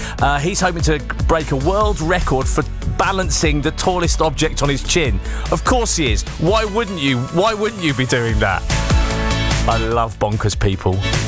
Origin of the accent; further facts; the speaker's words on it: Bedford, East of England, United Kingdom; I grew up in Bedford. I spent many, many a summer at the Bedford River Festival.